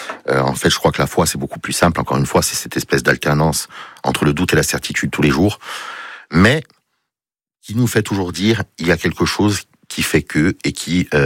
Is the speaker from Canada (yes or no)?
no; Bastia, Corsica, France; Je parle souvent de Bastia, et je suis bastiais, j'ai été élevé à Bastia